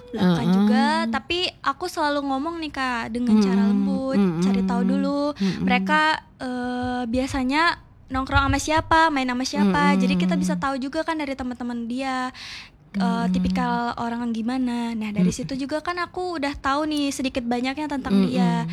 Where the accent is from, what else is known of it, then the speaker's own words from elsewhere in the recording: Palembang, South Sumatra, Indonesia; moved away as an adult; Orang Palembang.